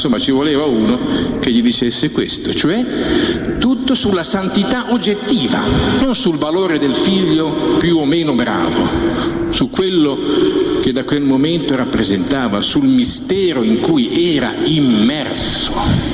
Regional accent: Emilia-Romagna, Italy; Uno della nostra terra, viene fuori qualcosa di buono anche dall'Emilia Romagna

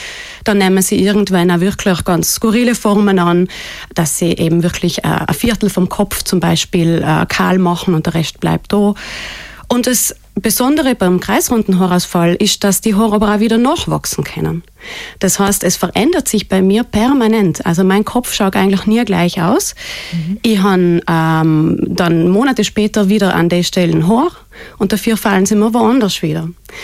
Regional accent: Schnals, Trentino-Alto Adige, Italy; Ich bin gebürtige Schnalztalerin, sogar aus dem Pfossental, von Vorderkas.

